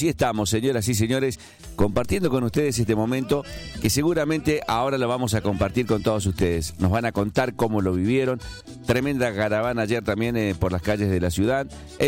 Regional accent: Argentina; sentimos como argentinos

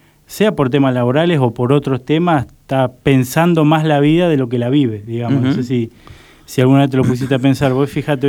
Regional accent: Argentina; Soy argentino.

